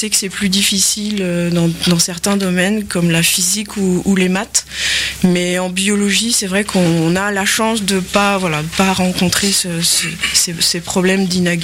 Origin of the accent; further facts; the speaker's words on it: Cherbourg, Normandy, France; Je suis originaire en fait de Cherbourg, dans la Manche.